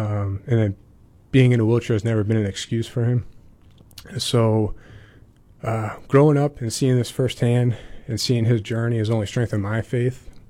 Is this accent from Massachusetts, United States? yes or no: no; Boynton Beach, Florida, United States; moved away as an adult; also born or lived in Northeast United States / Pennsylvania; I grew up in West Palm Beach in Boynton Beach, Florida, on the East Coast.